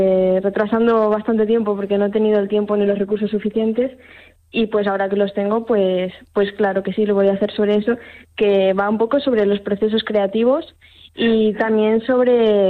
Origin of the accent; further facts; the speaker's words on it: Navarre, Spain; Pues supone un orgullo enorme, la verdad, como Navarra, y también una responsabilidad, ¿no?, con la cultura de Navarra